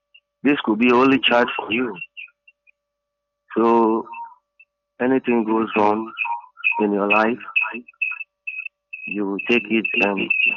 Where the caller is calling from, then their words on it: Kowloon, Hong Kong; I'm calling from Kowloon.